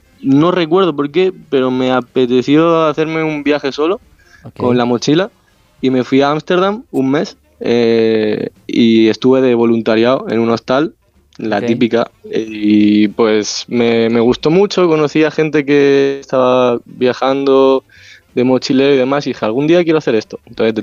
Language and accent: Spanish; Terrassa, Catalonia, Spain; Yo soy de Tarrasa.